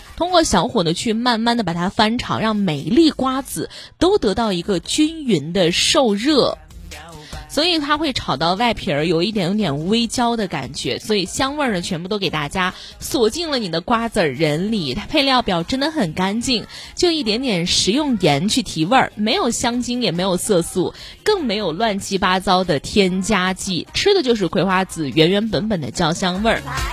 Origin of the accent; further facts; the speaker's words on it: Northwest China, China; 因为我们西北人过日子